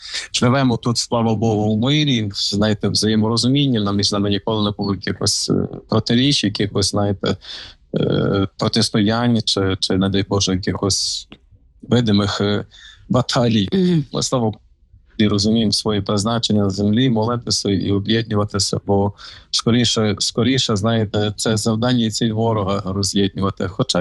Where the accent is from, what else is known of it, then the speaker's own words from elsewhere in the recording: Ivano-Frankivsk Oblast, Ukraine; moved away as an adult; Я на Франківська.